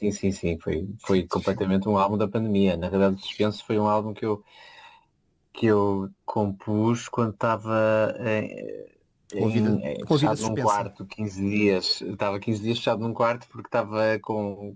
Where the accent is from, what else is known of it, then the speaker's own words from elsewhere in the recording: Azores, Portugal; now in Porto, Portugal; Aos Açores, não é? De onde sou natural.